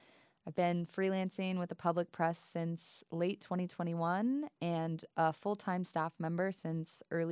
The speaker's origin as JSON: {"language": "English", "area": "East Bay", "region": "California", "country": "United States", "tie": "born or raised there", "moved": "as an adult", "said": "I moved back to the Bay Area. I grew up in the East Bay."}